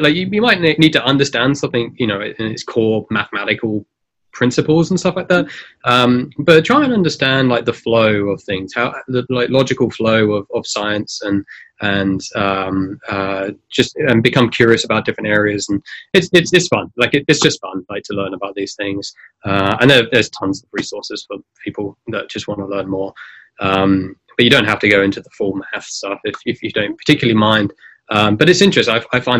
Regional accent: England, United Kingdom; I'm from England

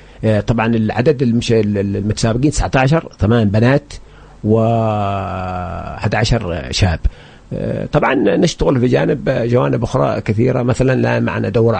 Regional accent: Hadhramaut, Yemen; يعني عندنا في حضرموت ثلاثة أنواع من الجنابي الجنبية العابدي والجنبية المد والصدر الحدوة

